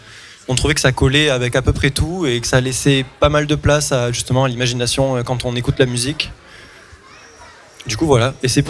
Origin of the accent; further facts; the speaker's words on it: France; also born or lived in England; Et je suis né en Angleterre, mais je suis en France depuis que j'ai 2 ans.